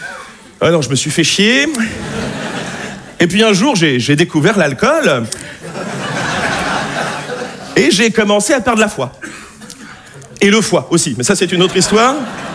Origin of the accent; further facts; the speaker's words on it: Nouvelle-Aquitaine, France; Je suis de Charente, je suis pas de Picardie non plus, voilà.